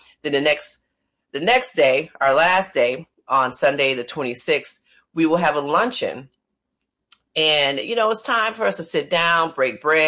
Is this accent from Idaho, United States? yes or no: no; Detroit, Michigan, United States; I'm from Detroit